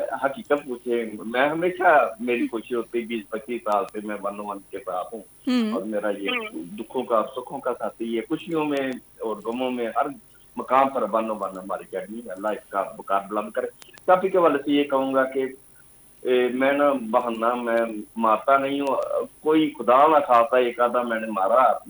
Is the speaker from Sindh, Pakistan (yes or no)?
no; Lahore, Punjab, Pakistan; جی جی madam, میں بھی پکا ہو رہی ہوں. سن 1976 یو سی ایچ اسپتال میں میرا ہاسپٹل میں میرا ہوا پیدائش ہوئی